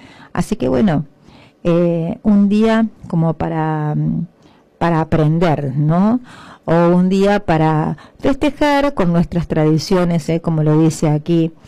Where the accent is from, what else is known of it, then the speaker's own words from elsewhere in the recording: Argentina; somos argentinos, defender nuestra argentinidad